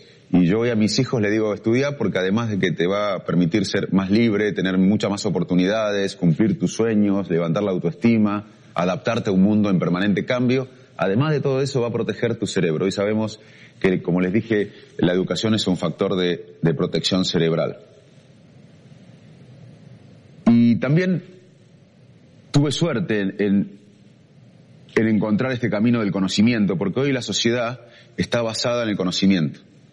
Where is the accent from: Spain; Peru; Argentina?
Argentina; moved away as an adult; also born or lived in United States / Cambridge, England; Y en el 2001 regresé a la Argentina. El 2001 fue un año de crisis en mi país